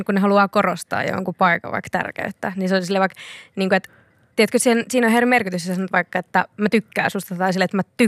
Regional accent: Nurmo, South Ostrobothnia, Finland; moved away; Ihan alun perin Seinäjoen läheltä, semmoista pienestä kunnasta kuin Nurmo.

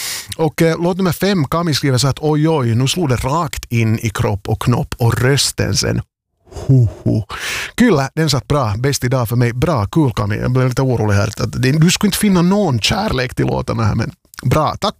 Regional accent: Vaasa, Ostrobothnia, Finland; Ändå ganska någonstans stort att ett sånt här megaband, väldigt många, då har besökt min hemstad.

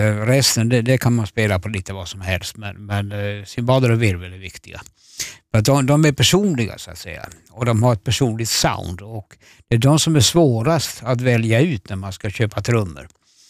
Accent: Småland, Sweden; born there; also born or lived in Vasa, Finland; now in Malmö area, Sweden; Nu bor jag ju utanför Malmö. Och det är ju över 50 år sedan jag bodde i Småland, där jag är född. Och sen har jag då flyttat hem.

